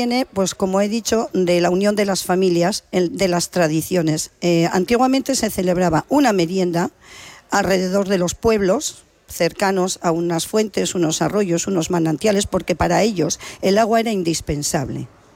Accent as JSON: {"language": "Spanish", "town": "Castrillón", "region": "Asturias", "country": "Spain", "tie": "born or raised there", "said": "Soy de Castrillón, nacida en Castrillón y vivo en Castrillón. Exacto. Y toda mi familia también."}